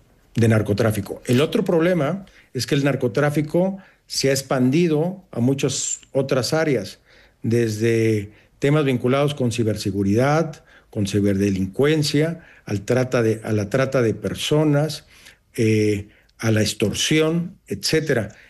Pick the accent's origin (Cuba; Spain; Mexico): Mexico; moved away; Y hoy vemos la realidad que vive mi país de origen, y no nada más México, sino toda la región de América Latina.